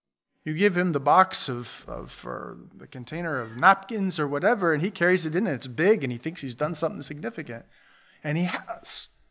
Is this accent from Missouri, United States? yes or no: no; Buffalo, New York, United States; We grew up in Buffalo, south of Buffalo